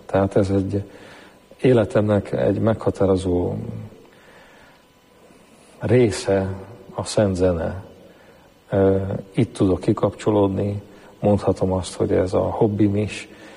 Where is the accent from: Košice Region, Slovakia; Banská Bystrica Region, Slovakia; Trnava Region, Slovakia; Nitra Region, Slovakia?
Nitra Region, Slovakia; Babindol; én egy kis településről származom. Zoborvidékről, Bábindal, 700 lakosú a település